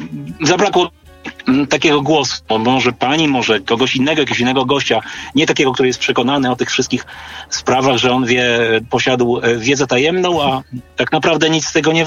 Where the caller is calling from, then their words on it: Lublin, Lublin Voivodeship, Poland; z Lublina